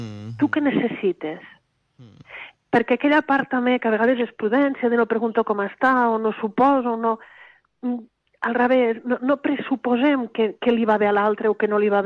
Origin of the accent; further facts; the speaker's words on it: Lleida, Catalonia, Spain; jo sóc de Lleida